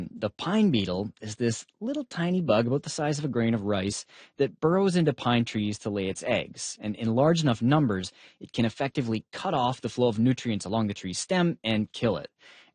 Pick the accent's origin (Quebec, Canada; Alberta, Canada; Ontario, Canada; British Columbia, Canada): British Columbia, Canada; Prince George; as a kid growing up in my hometown of Prince George, I just remember all the trees dying.